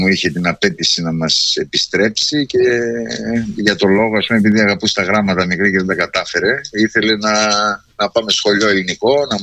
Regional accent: Paliouria, West Macedonia, Greece; also born or lived in Germany; τα πιο ωραία πράγματα που θυμάμαι την παιδική μου ηλικία τα έχω εδώ από το χωριό, έτσι ξέρεις, τότε ήταν αλλιώς ρε παιδί μου ο κόσμος φτιαγμένος, βοηθιόντουσαν. Δεν θα ξεχάσω όταν ήρθαμε από τη Γερμανία, γιατί ο πατέρας μου επέστρεψε το 1976. Εμείς όταν ήρθαμε το 72, 71

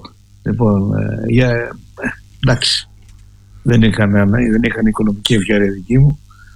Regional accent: Doumpia, Central Macedonia, Greece; moved away; also born or lived in Thessaloniki; το χωριό μου, λέγεται Δουβιά.

